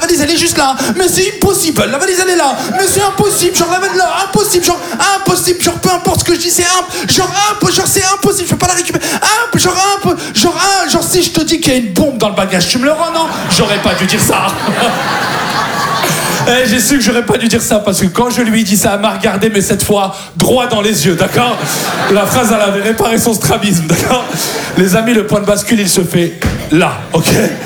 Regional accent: France; Et là, je raccroche, je lui dis, je suis français.

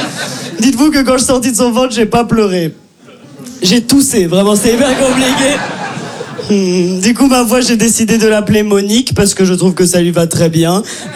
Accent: Belgium; je viens pas de France, voilà, je viens de Belgique.

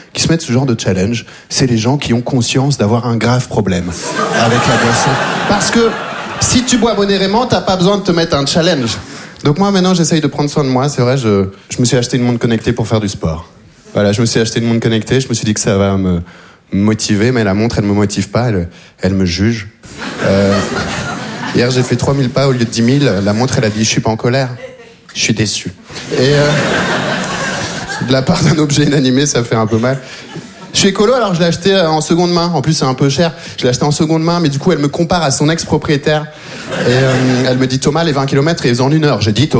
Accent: Belgium; Je viens de Belgique, je suis arrivé en Belgique quand j'avais 3 ans. J'ai vécu toute ma vie là-bas.

